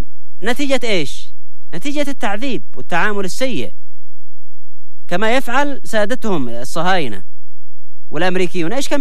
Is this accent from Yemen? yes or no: yes; Yemen; احنا عندنا في اليمن